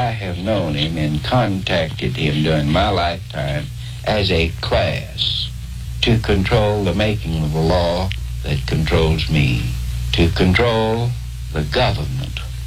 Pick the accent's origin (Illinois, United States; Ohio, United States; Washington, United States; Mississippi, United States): Mississippi, United States; the Delta; I've lived in this Delta all my life. My parents before me, my grandparents.